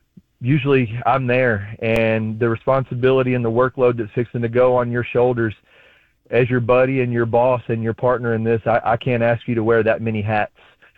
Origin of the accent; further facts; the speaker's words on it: Rosemark, Tennessee, United States; Oh yeah, I grew up in Rosemark, right off Austin Peay. Graduated from Bolton High School. My dad was born in Memphis.